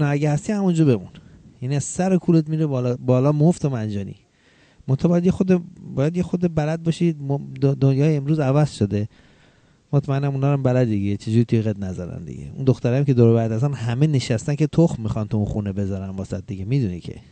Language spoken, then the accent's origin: Persian; Iran; moved away as an adult; من که از ایران داشتم می اومدم تو ایران یه پیکان داشتم، پیکان معمولی، مال خودم هم نبود، مال بابام بود و خونه هم نداشتم، با خانوادم زندگی می کردم.